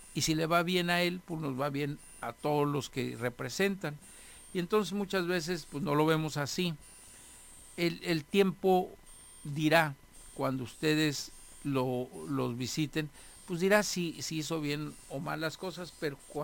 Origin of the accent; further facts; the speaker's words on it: Mexico; creo que nuestra obligación como mexicanos es apoyarla.